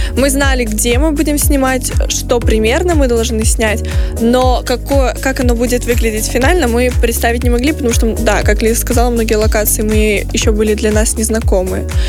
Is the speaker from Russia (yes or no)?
no; Gervyaty, Grodno Region, Belarus; съемка в Гервятах на моей малой родине. Я сама оттуда, моя мама оттуда.